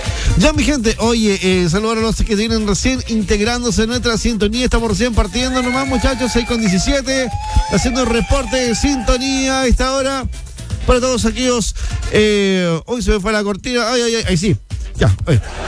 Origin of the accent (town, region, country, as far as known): Chile